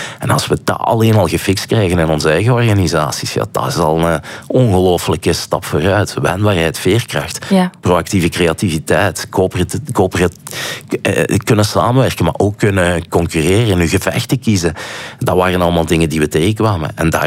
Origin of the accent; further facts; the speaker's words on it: Flanders, Belgium; Ik zeg, soy de Belgica. En hij zegt, ah, een Belg. En toen zegt Francofen of Flamenco, Vlaming of Waal. En ik zeg, ja, soy Flamenco.